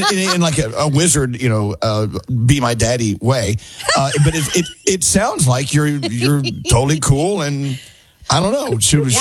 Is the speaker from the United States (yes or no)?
yes; Texas, United States; You're from Oklahoma. I'm from Texas. We live in the land of denial down there, and it's safer that way.